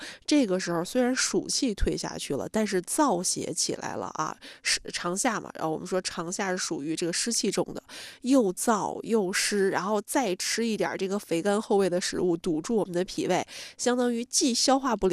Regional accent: Northeast China, China; 但是其实我老家是东北的，但东北的就硬菜就得上了

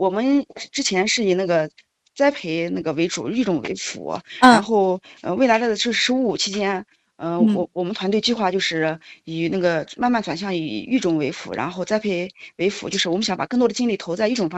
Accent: Xinyuan County, Ili, Xinjiang, China; also born or lived in Chongqing; now in Beitun, Altay, China; 因为我也是新疆人，在新疆出生、新疆长大，但是我们家是新疆伊犁兴源县的，

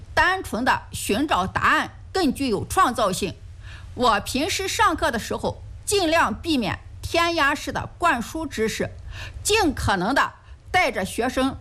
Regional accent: Ningxia, China; 是家乡的这片土地养育了我，我喜欢当老师，我热爱我的家乡。大学毕业之后，我就回到了我的高中母校平罗中学任教。

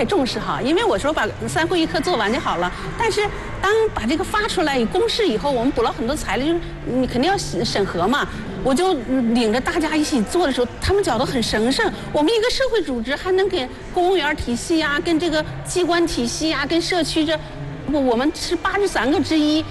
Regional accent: Northeast China, China; moved away; also born or lived in Hangzhou; 在杭州上学的时候，那时候20多岁嘛，是团员，正好在那个，因为咱们东北人在南方说话的时候好听，然后普通话说得好

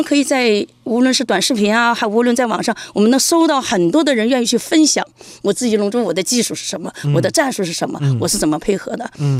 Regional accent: Dalian, Liaoning, China; moved away as an adult; now in Beijing, China; 因为我算是一个北漂嘛，我的老家是大连的。

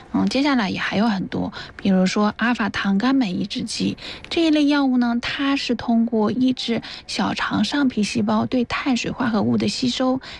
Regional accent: China; 就比较适合我们中国人的。

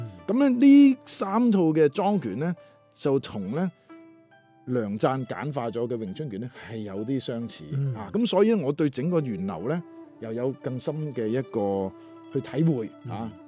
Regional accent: Macau; 我本身係雖然澳門人啫

